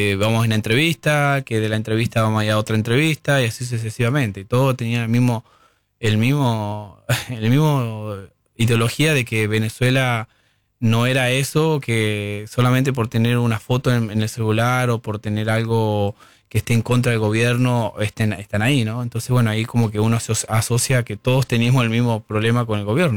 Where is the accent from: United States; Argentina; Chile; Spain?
Argentina; estoy en mi país, pero bueno, estoy protegido. No puedo decir que no hay inseguridad en Argentina, ¿no?